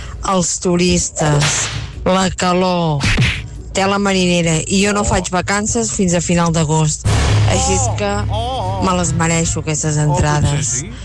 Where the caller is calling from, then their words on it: Catalonia, Spain; de l'Empordà